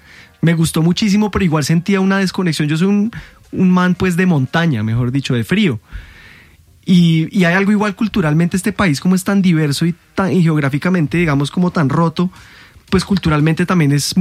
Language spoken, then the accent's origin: Spanish; Colombia; yo como músico colombiano, ¿qué tengo de diferente al resto?